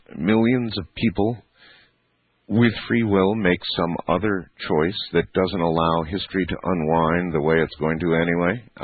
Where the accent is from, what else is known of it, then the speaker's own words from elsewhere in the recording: Arizona, United States; I've got to read about it, read about my hometown down in Arizona, I guess, huh?